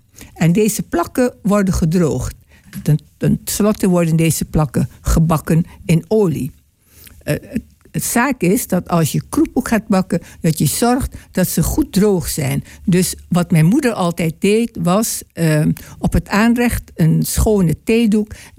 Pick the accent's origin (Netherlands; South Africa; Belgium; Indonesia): Indonesia; moved away; En vroeger, toen ik klein was in Indonesië, dan stonden wij altijd bij de kokkie om haar heen.